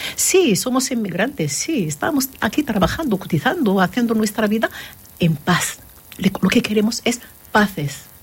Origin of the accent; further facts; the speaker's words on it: Morocco; now in Gandia, Spain; Yo soy española, de origen marroquí. Llevo 27 años aquí en Gandía y voy a estar aquí.